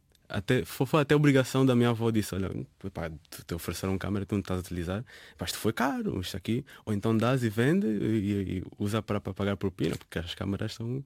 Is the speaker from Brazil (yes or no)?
no; Luanda, Angola; cresci num bairro um pouco muito, muito pobre, que é o bairro Prenda.